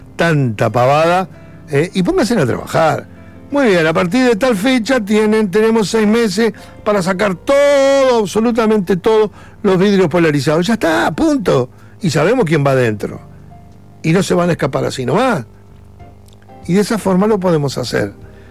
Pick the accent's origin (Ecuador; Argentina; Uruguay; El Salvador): Uruguay; born there; moved away; ¿Tú no sos uruguayo? Sí.